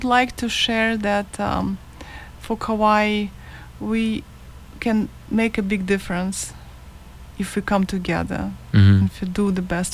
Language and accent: English; Ukraine; moved away; And, like, I'm coming from Ukraine, you know, like 25 years ago, but my heart is still in pain, you know, like, this was going on.